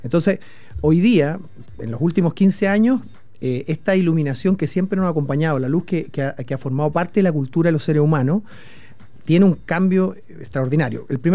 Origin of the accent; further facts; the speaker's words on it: Chile; Nosotros como chilenos en general